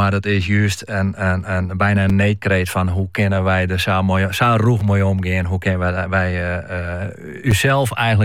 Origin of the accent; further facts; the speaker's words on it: Kollum, Friesland, Netherlands; Ik ben zelf opgegroeid in Kolm, dus ik ken dat gebied.